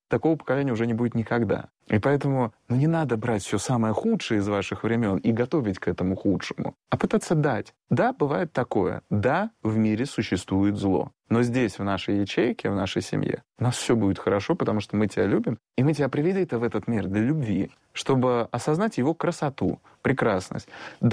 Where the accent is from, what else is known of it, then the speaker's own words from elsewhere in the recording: Russia; born there; я родился в РФССР, то есть 90-е годы, я помню это все